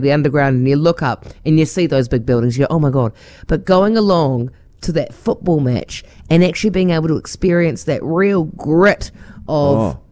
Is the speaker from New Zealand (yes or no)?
yes; New Zealand; We're from New Zealand.